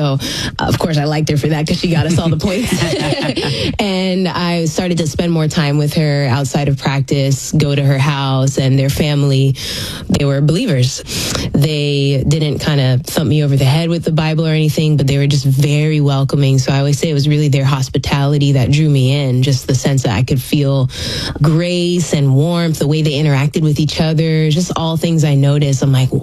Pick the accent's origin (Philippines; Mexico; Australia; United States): Philippines; Manila, Metro Manila; born there; So 1989, I was born in Manila, the Philippines.